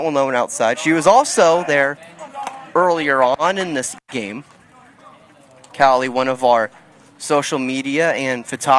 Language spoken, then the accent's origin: English; Ohio, United States; Ohio Wesleyan, obviously in my home state. In Delaware, Ohio, a little north of the Columbus area.